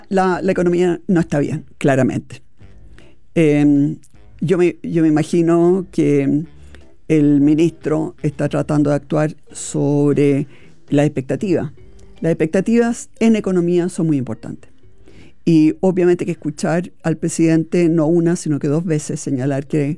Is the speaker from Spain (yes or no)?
no; Chile